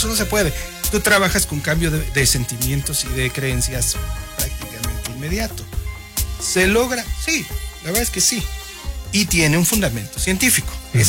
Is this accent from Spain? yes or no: no; Mexico City, Mexico; now in Cuernavaca, Mexico; Me dediqué a tocar con artistas ahí en México, soy de la Ciudad de México, y desde el año 2000 me vine acá a Cuernavaca a vivir.